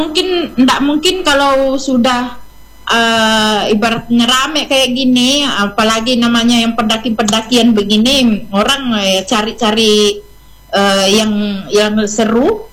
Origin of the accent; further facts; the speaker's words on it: South Sulawesi, Indonesia; kami juga orang Bugis juga kemana-mana gitu nah. Kemana-mana juga merantau.